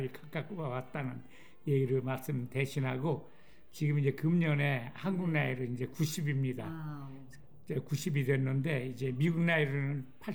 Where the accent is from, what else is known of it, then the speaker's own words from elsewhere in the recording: Gongju, South Chungcheong, South Korea; now in United States; 우리 고향 충청남도 공주